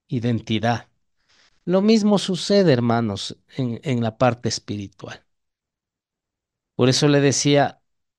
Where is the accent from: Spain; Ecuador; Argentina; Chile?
Ecuador; ¿qué más le hace visible a mi identidad como ecuatoriano? Aparte de mi cédula. De pronto mi lenguaje, ¿verdad? Porque utilizo palabras que propias de nuestro Ecuador.